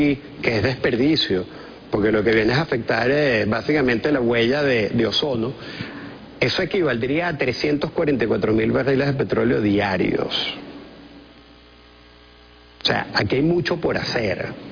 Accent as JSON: {"language": "Spanish", "country": "Venezuela", "said": "En Venezuela tenemos la quinta reserva mundial de torio"}